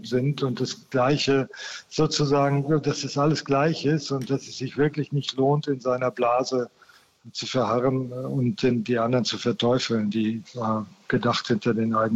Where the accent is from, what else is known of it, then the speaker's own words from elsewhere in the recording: North Rhine-Westphalia, Germany; Also wir kommen ja aus Westfalen und da war natürlich der Mauerbau immer auch ein Thema bei uns in der Familie.